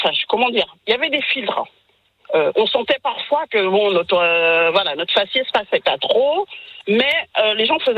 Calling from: France; Je suis française.

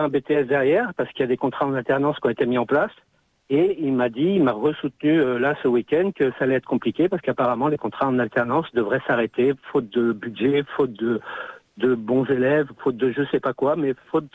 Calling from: Nouméa, South Province, New Caledonia; Oui, bonjour, je vous appelle de Nouméa.

